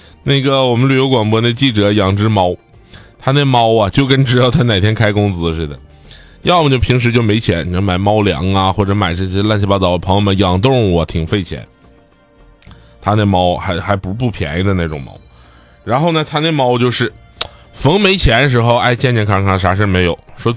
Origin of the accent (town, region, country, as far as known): Northeast China, China